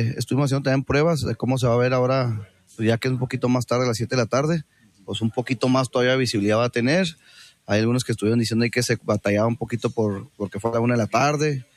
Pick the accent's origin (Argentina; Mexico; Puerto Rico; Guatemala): Mexico; sin hablar con el corazón de que somos mexicanos